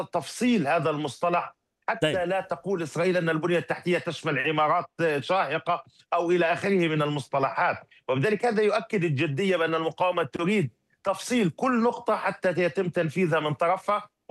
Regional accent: Palestine; هذا مسألة تعودنا عليها كفلسطينيين

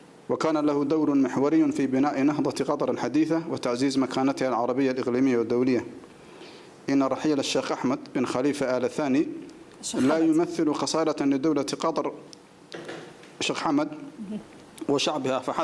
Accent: Somalia; لقد عاصرته فترة الرئاسة لجمهورية الصومال في مرحلة كانت بلادنا تمر فيها بظروف بالغة الصعوبة

